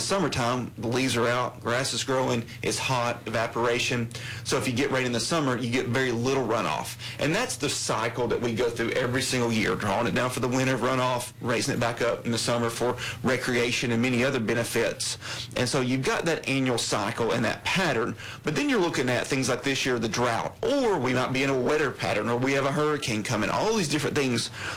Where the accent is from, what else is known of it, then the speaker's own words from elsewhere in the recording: Knoxville, Tennessee, United States; I'm from Knoxville area, so I use those lakes generally.